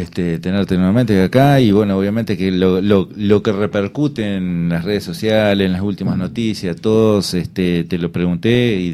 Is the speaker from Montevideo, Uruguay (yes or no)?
no; Salto, Uruguay; nosotros somos uruguayos, somos salteños, vivimos acá